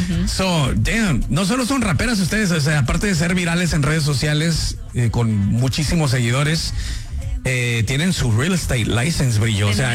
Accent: Michoacán, Mexico; Yo soy de Michoacán también.

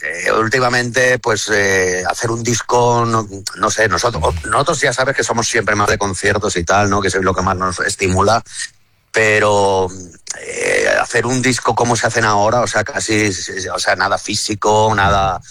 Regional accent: Benetússer, Valencian Community, Spain; ahí en mi pueblo, en Benetúser

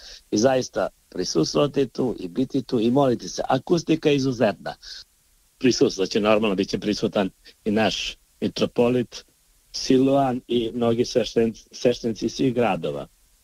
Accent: Podgorica, Montenegro

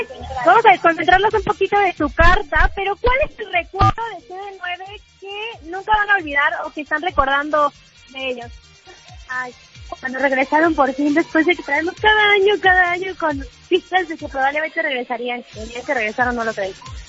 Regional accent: Morelos, Mexico; moved away; No, pues es que no soy de aquí, soy de Morelos, colindando con Puebla y Guerrero, y pues mis papás me protegían mucho, no me dejaban salir, y apenas no lleva mucho que me mudé para acá

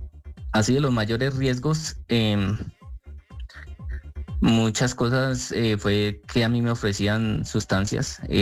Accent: Choachí, Cundinamarca, Colombia; municipio de Chuachi, la verdad, es un municipio muy sano. Pues allí la verdad, pues no corría mayor riesgo, pero hubo un tiempo que sí me vine para la ciudad de Bogotá.

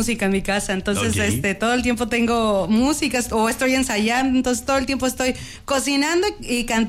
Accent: Jalisco, Mexico; Yo soy de Jalisco, entonces imagínate, ya acostumbrada al tequila.

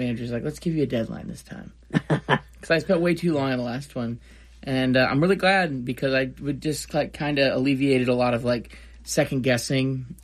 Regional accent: Michigan, United States; moved away as an adult; also born or lived in Kalamazoo, Michigan; now in Nashville, United States; I'm from the Saginaw Midland area.

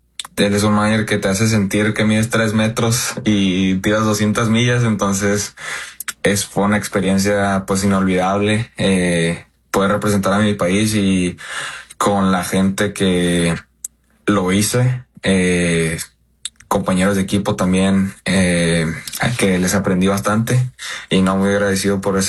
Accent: Mexico; siendo mexicano, los Dodgers retumban en México

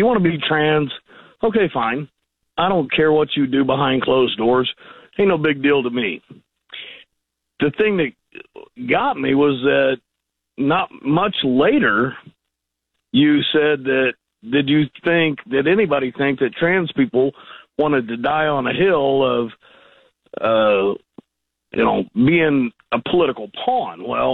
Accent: St. Louis, Missouri, United States; now in Rolla, United States; I was raised in St. Louis. It's not the biggest city in the nation. And I still go there quite often.

